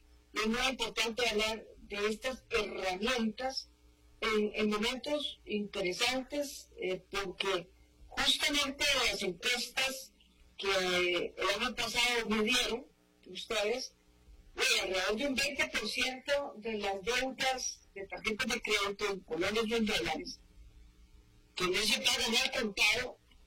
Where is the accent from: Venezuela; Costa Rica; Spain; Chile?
Costa Rica; Nosotros como costarricenses